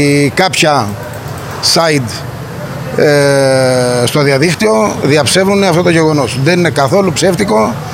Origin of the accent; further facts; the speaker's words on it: Greece; μας προσβάλλει όχι σαν κλάδος, αλλά και σαν Έλληνες